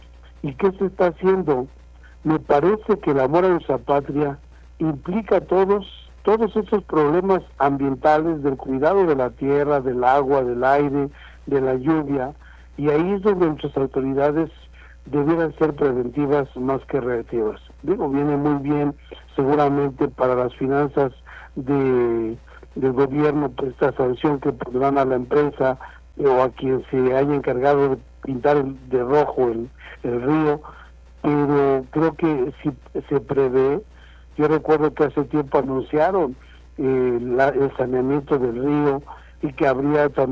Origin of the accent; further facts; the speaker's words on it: Carmen Tequexquitla, Tlaxcala, Mexico; Yo soy de Carmen Tequesquitla